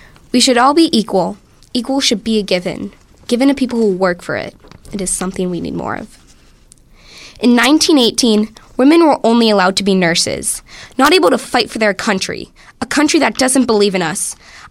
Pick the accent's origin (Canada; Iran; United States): United States; Greenfield, Pennsylvania; I'm from Greenfield.